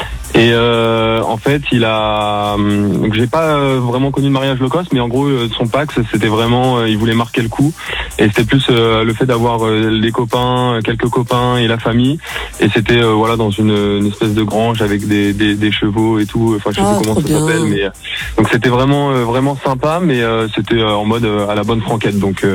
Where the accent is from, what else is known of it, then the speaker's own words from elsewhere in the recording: Marne-la-Vallée, Île-de-France, France; Ouais, j'ai grandi dans le secteur de Marne-la-Vallée depuis